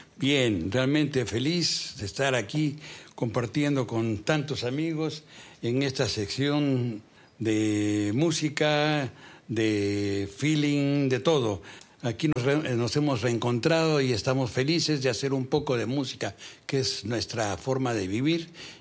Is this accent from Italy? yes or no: yes; Arezzo, Tuscany, Italy; Spanish is a second language; Es el centro de Italia y soy de Arezzo, Firenze.